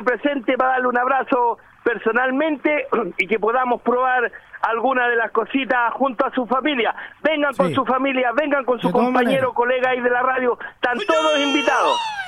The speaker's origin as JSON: {"language": "Spanish", "region": "Valparaíso", "country": "Chile", "said": "usted sabe que yo soy porteño anglo-chileno"}